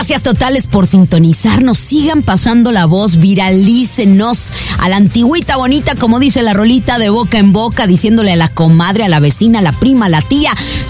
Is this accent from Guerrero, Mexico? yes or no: no; Guadalajara, Jalisco, Mexico; Importadas desde Guadalajara, Guadalajara, Jalisco, México.